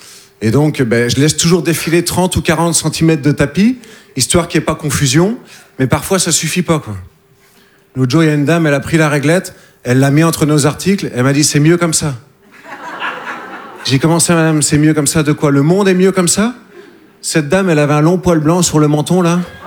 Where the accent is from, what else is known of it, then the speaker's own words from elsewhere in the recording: Nouvelle-Aquitaine, France; Je viens des Deux-Sèvres. Vous connaissez les Deux-Sèvres? Non? C'est entre la Vienne et la Vendée.